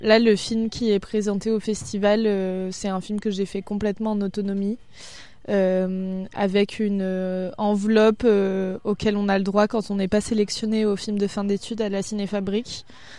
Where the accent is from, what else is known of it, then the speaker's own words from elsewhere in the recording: Auvergne-Rhône-Alpes, France; also born or lived in Lyon; Je viens du coup d'un petit village en Chartreuse, à côté de Grenoble